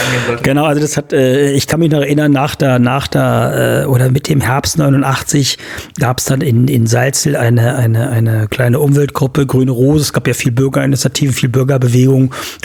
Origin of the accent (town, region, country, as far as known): Wieblitz, Saxony-Anhalt, Germany; born or raised there